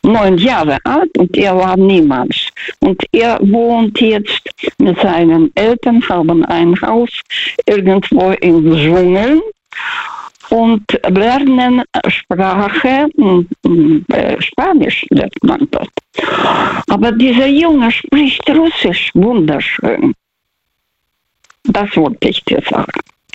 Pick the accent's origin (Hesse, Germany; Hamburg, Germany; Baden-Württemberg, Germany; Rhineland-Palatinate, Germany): Baden-Württemberg, Germany; Ich bin ja aus Landkreis Karlsruhe. Verstehst du?